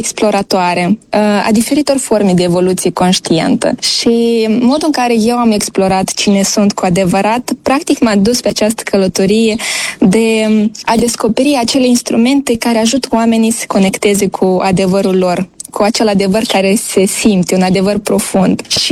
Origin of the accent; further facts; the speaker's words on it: Moldova; moved away as an adult; also born or lived in Chișinău, Moldova; now in Brașov, Romania; M-am născut la Chișinău și chiar iubesc foarte mult Moldova. Am copilărit în nordul Moldovei și în centrul Moldovei și simt că acolo sunt originile mele. Și de mai bine de 8 ani locuiesc la Brașov și Brașov tot este un oraș de suflet.